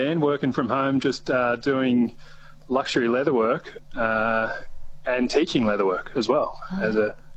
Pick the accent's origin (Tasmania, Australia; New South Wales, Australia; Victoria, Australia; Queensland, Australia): Victoria, Australia; Portland; now in Warragul, Australia; But I grew up in the country and I always wanted to get back. I grew up in Portland and I missed that sort of country town life.